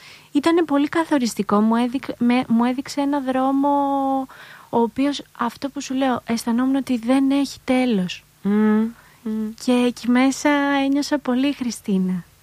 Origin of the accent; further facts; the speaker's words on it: Aigio, West Greece, Greece; moved away as an adult; also born or lived in Ioannina; Μεγάλωσα και στο Αίγιο στην επαρχία